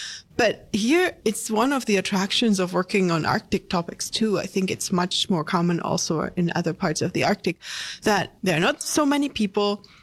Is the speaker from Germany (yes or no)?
yes; Germany; English is a second language; I'm German. I grew up in Germany. And at one point, I wanted to be a theoretical physicist.